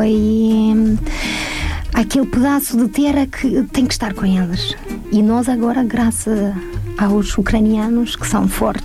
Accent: Moldova; Portuguese is a second language; now in Portugal; E assim, eu também, quando saí da Moldávia, saí para... escolhi a Europa e Portugal porque gosto da liberdade.

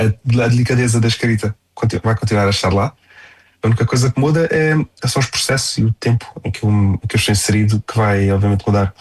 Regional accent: Faro, Algarve, Portugal; passei a minha infância no Algarve. É Faro.

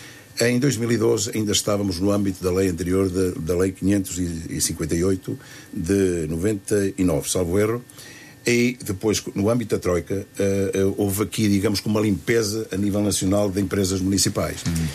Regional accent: Guarda, Centro, Portugal; born there; moved away; also born or lived in Paredes; está em causa o desenvolvimento da Guarda e tudo aquilo que eu puder fazer pelo desenvolvimento da minha terra

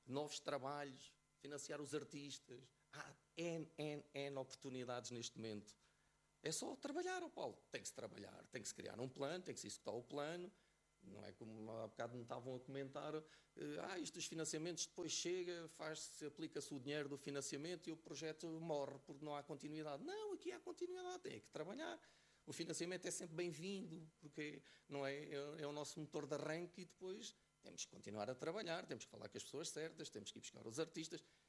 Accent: Fundão, Centro, Portugal; born there; eu sou do Fundão.

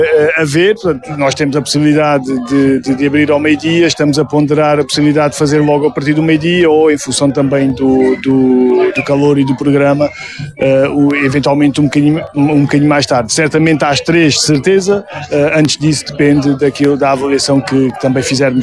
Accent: Évora, Alentejo, Portugal; moved away as an adult; now in Portalegre, Portugal; Sim, eu sou originário de Évora, mudei-me para Porto Alegre há cerca de 2 anos e meio, quase 3 anos

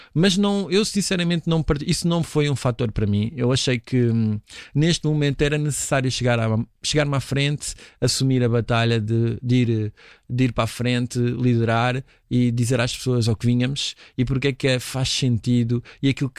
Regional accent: Lisbon, Portugal; born or raised there

